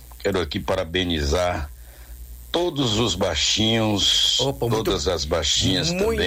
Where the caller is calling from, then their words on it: Brejões, Bahia, Brazil; Um abraço desse humilde locutor aqui de Brejões, Bahia